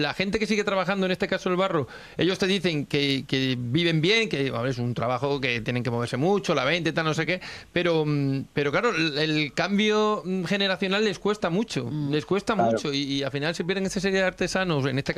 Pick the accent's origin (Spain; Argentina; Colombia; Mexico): Spain; Arroyo de la Luz, Extremadura; yo soy de Arroyo de la Luz. Andaluz, que era un pueblo de tradición alfarera durante el siglo